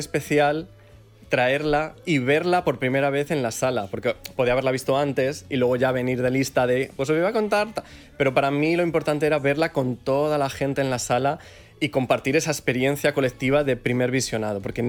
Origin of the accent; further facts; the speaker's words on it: Zamora, Castile and León, Spain; Yo soy de Zamora, es una ciudad pequeña de provincias. Entonces, claro, yo crezco en los 90